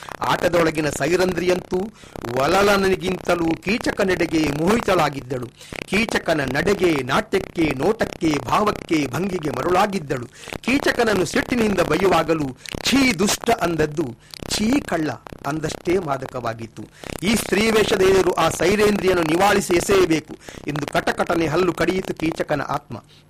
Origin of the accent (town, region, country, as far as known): Gurupura, Karnataka, India